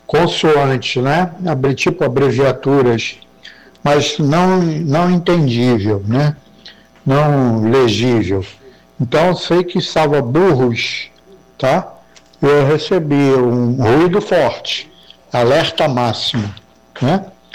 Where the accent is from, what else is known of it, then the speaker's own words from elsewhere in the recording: Rio de Janeiro, Brazil; Eu sou do Rio de Janeiro, né?